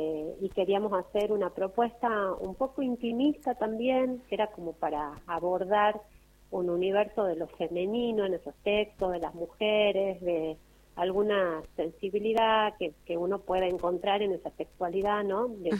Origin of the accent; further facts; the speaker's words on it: San Miguel de Tucumán, Tucumán, Argentina; Somos tucumanas, somos de la capital de Tucumán, somos actrices, hace varios años que hacemos teatro acá